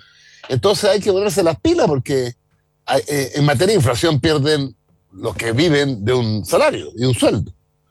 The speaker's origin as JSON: {"language": "Spanish", "country": "Chile", "said": "lo digo como chileno"}